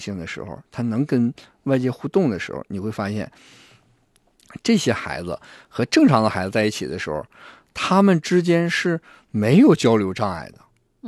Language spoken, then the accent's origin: Chinese; Northeast China, China; 这个我们东北人说是撩着别人，你也不要去撩着别人。